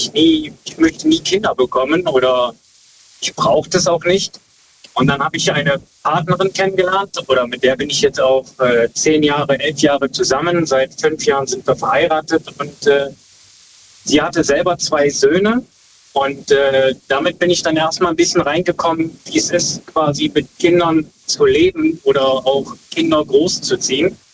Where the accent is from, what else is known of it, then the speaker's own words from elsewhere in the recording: Brücken, Rhineland-Palatinate, Germany; Ich komme eigentlich aus Brücken, bin aber quasi unterwegs als Berufskraftfahrer.